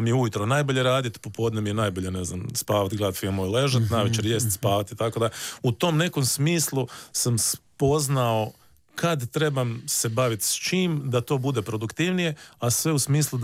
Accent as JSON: {"language": "Croatian", "town": "Sisak", "region": "Sisak-Moslavina County", "country": "Croatia", "tie": "born or raised there", "said": "ja sam odrastao na Zibelu, koji je onako vrlo prekrasan dio Siska, koji je u blizu kupalište Zibel, tamo je rijeka, klizalište, sve nam je to bilo blizu i odrastao sam u zgradama."}